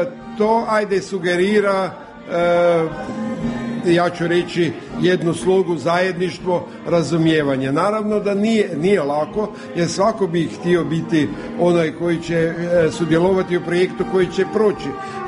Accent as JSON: {"language": "Croatian", "region": "Međimurje County", "country": "Croatia", "said": "ajde, Međimurja, ja sam iz Međimurja"}